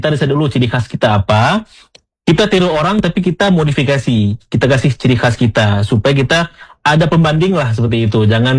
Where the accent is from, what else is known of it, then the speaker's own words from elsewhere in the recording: Aceh, Indonesia; Kita orang Aceh malu, besar malunya.